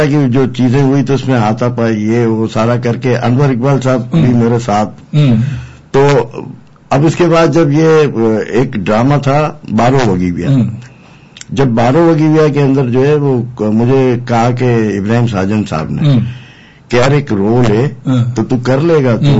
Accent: Karachi, Sindh, Pakistan; born there; تو پھر وہاں پہ جو ہے نا ہمارا ایک محلہ ہے, رنچو لائن نام سنا ہوگا, مارواڑی لائن نا, تو وہیں میری پیدائش ہے.

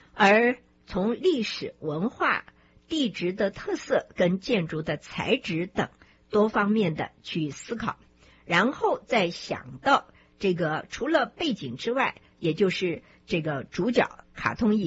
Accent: Taiwan; 台湾很小，所以呢，台湾就三个电视台，从南到北，从东到西，我都记得，因为我从台湾来，所以台湾呢就是中视、华视跟台视。

